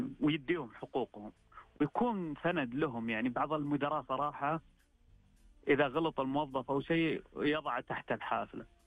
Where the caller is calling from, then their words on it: Riyadh, Riyadh Province, Saudi Arabia; من الرياض.